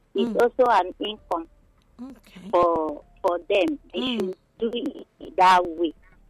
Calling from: Edo, Nigeria; from Opa.

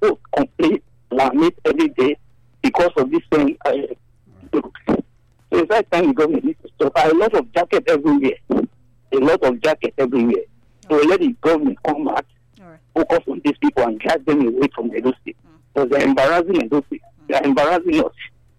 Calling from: Nigeria; calling from Apero.

